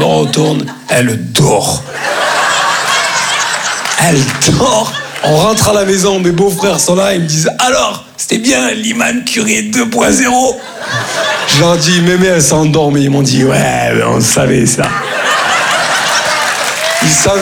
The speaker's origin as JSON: {"language": "French", "region": "Grand Est", "country": "France", "said": "Comme on dit chez nous, en Lorraine."}